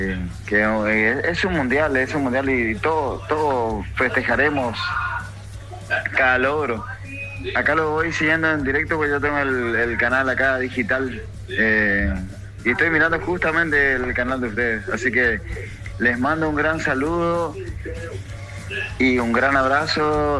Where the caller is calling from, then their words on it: Posadas, Misiones, Argentina; Acá con mi hijo, acá desde Posadas Misiones, Argentina. Si bien nosotros no somos paraguayos, pero sí, de todas formas, al estar acá en frontera con Encarnación Paraguay